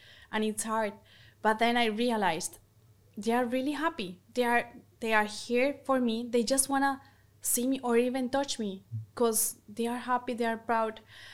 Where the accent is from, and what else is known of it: Colombia; born or raised there